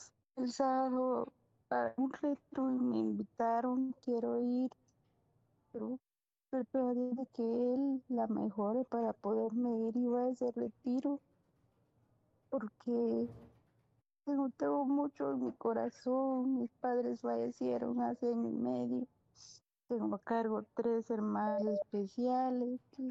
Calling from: Antigua Guatemala, Sacatepéquez, Guatemala; De aquí, de Antigua Guatemala.

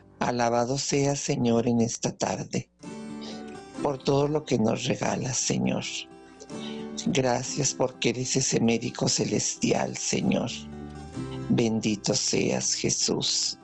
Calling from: Santa Bárbara, Chihuahua, Mexico; De Santa Bárbara, Chihuahua.

